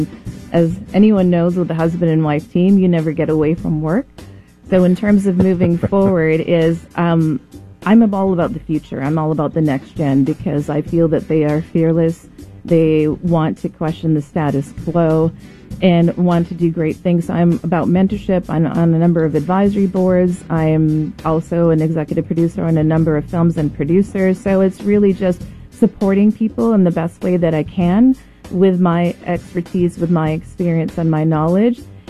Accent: Canada; I'm from Canada, you know, very shy, introverted girl from Canada that was able to...

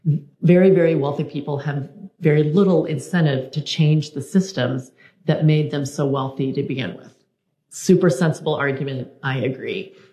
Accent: Kansas City, Missouri, United States; But I grew up in Kansas City, you know, and my neighbors were Republicans, but these are the old fashioned Republicans, not the current version.

